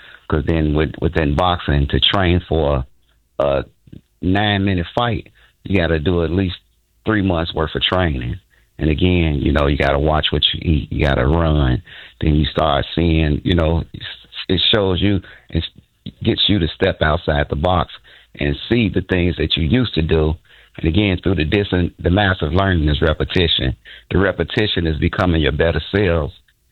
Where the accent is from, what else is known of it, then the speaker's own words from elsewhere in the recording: Chicago, Illinois, United States; I'm from North Lawndale community, born and raised. June 24th, 1976, brought up in a gang and drug infested community with no resources.